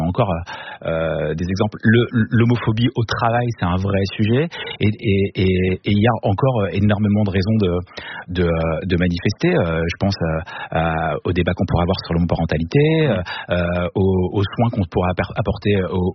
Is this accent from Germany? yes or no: no; Auvergne-Rhône-Alpes, France; dans des très petites villes, dans la Drôme, chez moi, dans le Finistère